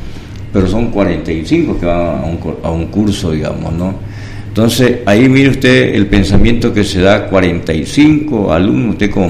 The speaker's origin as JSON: {"language": "Spanish", "country": "Bolivia", "said": "todos somos bolivianos"}